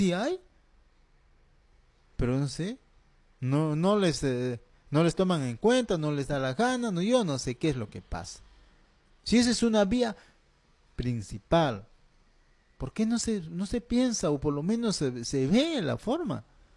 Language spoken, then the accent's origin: Spanish; Ricrán district, Junín, Peru; born there; now in Pichanaki, Peru; un paisano de allá de mi pueblo donde me dio nacer, el distrito de Ricrán.